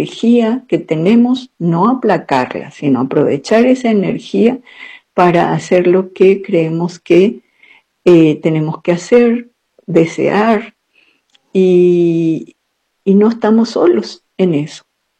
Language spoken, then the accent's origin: Spanish; Paraguay; Y el otro elemento muy importante como paraguayos que tenemos no es solamente el miedo y la desconfianza, sino también las dos lenguas que tenemos. Somos bilingües, ¿verdad?